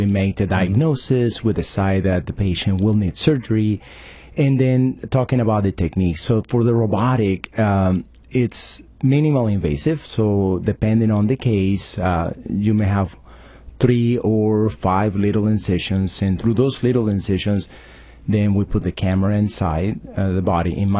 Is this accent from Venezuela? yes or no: yes; Venezuela; moved away as an adult; also born or lived in Philadelphia; now in Farmington, United States; I'm originally from Venezuela. We did move to the United States in the year 2001 and lived in Philadelphia for a few years. And we've been in Farmington since 2009, me and my wife. Raised the family here.